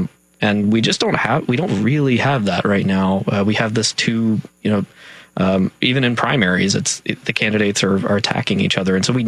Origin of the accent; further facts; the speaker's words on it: Montgomery, Alabama, United States; moved away as an adult; now in Chicago, United States; So I grew up around Montgomery in Alabama, and I moved to Chicago to sort of get a feel of the city life